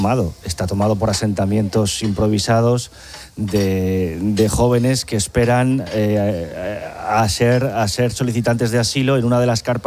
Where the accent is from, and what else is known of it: Spain